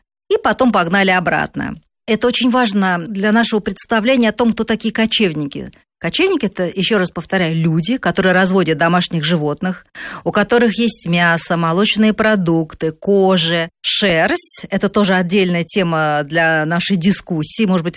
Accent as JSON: {"language": "Russian", "region": "Moscow", "country": "Russia", "said": "я москвичка, родилась в Москве"}